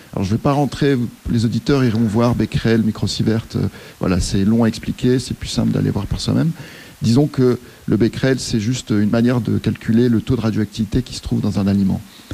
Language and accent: French; Charleroi, Wallonia, Belgium; Moi, je viens de Charleroi.